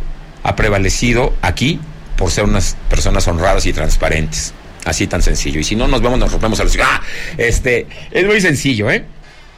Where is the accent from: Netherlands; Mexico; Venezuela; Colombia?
Mexico; Zacatecas; Aquí, en mi tierra Zacatecas